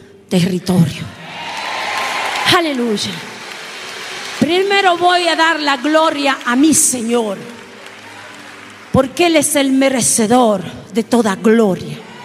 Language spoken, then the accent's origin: Spanish; Miches, El Seibo, Dominican Republic; now in Chicago, United States; Yo soy de Miche, en Santo Domingo.